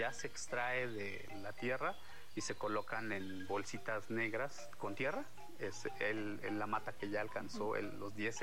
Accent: Tanetze de Zaragoza, Oaxaca, Mexico; provengo de la comunidad de Tanets de Zaragoza, el lugar y en donde producimos y vivimos con el café.

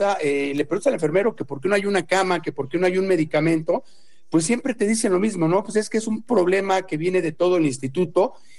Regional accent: Mexico; un derecho que tenemos como mexicanos

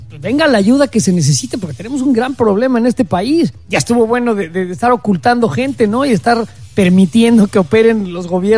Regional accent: Mexico

